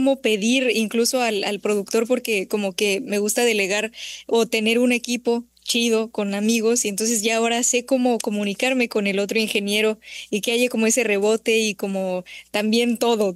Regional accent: Mexico City, Mexico; Yo soy de la Ciudad de México

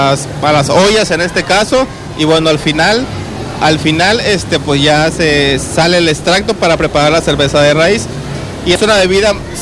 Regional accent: Huimanguillo, Tabasco, Mexico; Nosotros somos de Huimanguillo, pero bueno, tenemos entregas, gracias a Dios, hemos ido avanzando y tenemos ya entregas aquí en Villahermosa.

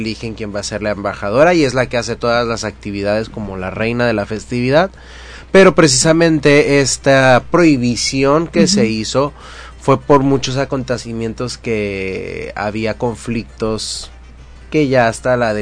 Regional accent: Guerrero, Mexico; era gente como somos los guerrerenses, apasionados.

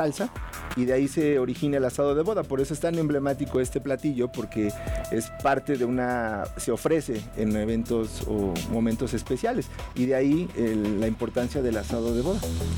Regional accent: Atizapán de Zaragoza, State of Mexico, Mexico; born there; now in Zacatecas, Mexico; Nací en el Estado de México, en un municipio de Atizapán de Zaragoza, y que pues hoy también ya puedo decir que soy de Zacatecas.

